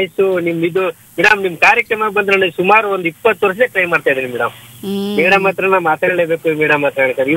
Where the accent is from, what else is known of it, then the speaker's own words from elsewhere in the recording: Gundlupet, Karnataka, India; now in Bangalore, India; ನಮ್ಮ ಊರು ಬಂದ್ಬಿಟ್ಟು ಮೇಡಮ್ ಗುಂಡ್ಲುಪೇಟೆ ಅಂತ ಒಂದು ಹಳ್ಳಿ.